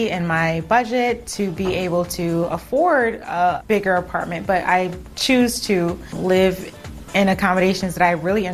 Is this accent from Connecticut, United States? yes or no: yes; Connecticut, United States; I am from Connecticut, born to a Jamaican father and a Black American mother.